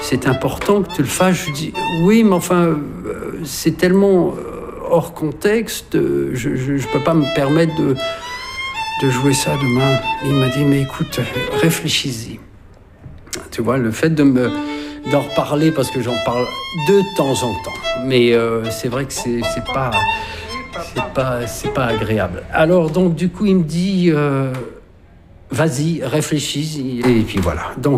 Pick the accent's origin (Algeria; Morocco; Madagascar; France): Algeria; born there; toute ma famille était là, les pieds noirs, parce que je suis né en Algérie.